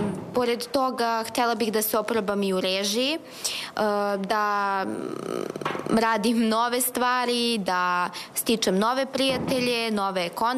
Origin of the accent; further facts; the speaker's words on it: Kragujevac, Šumadija, Serbia; dolazim iz Kragujevca, punim 18 godina, idem u prvu Kragujevačku gimnaziju.